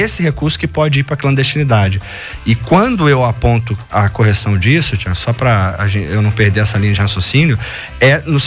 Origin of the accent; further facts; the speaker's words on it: Rio de Janeiro, Brazil; eu sou carioca